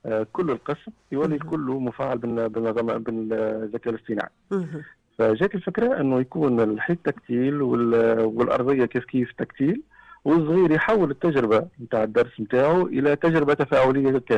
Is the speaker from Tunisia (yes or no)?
yes; Tunisia; عندنا في تونس